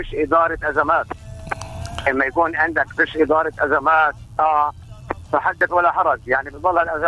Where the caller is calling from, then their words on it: Tulkarm, West Bank, Palestine; من طول كرم.